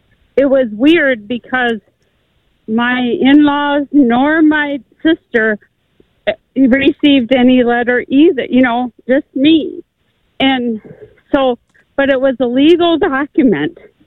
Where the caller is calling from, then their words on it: Minnesota, United States; I'm from Minnesota